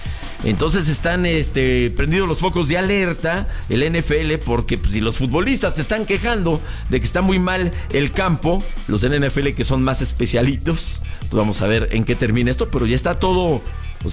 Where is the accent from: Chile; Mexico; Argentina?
Mexico; No, yo soy mexicano.